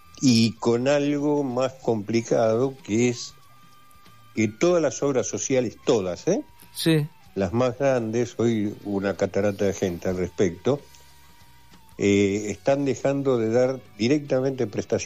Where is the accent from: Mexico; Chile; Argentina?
Argentina; particularmente en Argentina, que tenemos los jubilados poniéndose de hambre hoy.